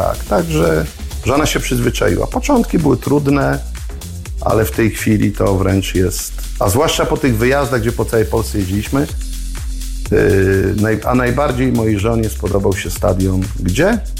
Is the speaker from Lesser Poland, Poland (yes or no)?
no; Mirsk, Lower Silesian Voivodeship, Poland; also born or lived in Gryfów Śląski; Ja się urodziłem w Gryfowie Śląskim, bo ja nie jestem z Inowrocławia, naprzeciwko stadionu. W Mirsku mieszkałem na Dolnym Śląsku, w innej miejscowości, naprzeciwko stadionu.